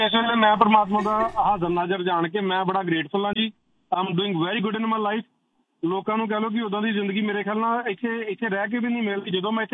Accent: Punjab, India; ਮੈਂ ਗੁਰਦਾਸਪੁਰ ਜ਼ਿਲ੍ਹੇ ਤੋਂ ਬਿਲੋਂਗ ਕਰਦਾ ਜੀ।

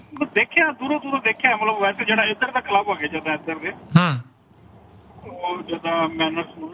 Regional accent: Chandigarh, India; moved away as an adult; now in Canada; ਤੁਹਾਨੂੰ ਚੰਡੀਗੜ੍ਹ ਚ ਨਾ ਮੈਂ ਉੱਥੇ ਹੀ ਜੰਮਿਆ ਪਹਿਲਾਂ

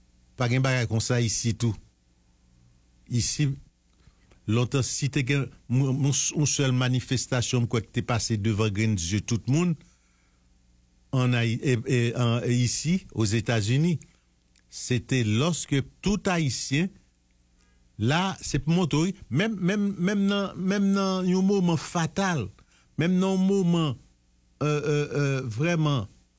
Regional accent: Haiti; Nous gagnons en tant qu'haïtien, en tant que natif natal.

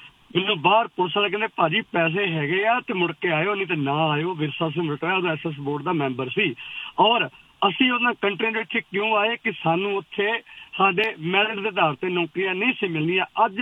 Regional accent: Amritsar, Punjab, India; ਮੈਂ ਅੰਮ੍ਰਿਤਸਰ ਤੋਂ ਬਿਲੋਂਗ ਕਰਦਾ

